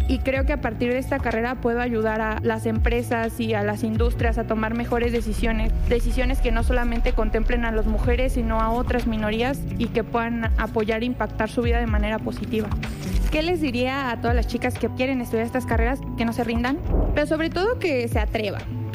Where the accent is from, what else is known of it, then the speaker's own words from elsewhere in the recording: State of Mexico, Mexico; Crecí en el Estado de México y la ciencia llegó a mi vida por coincidencia, por azares del destino.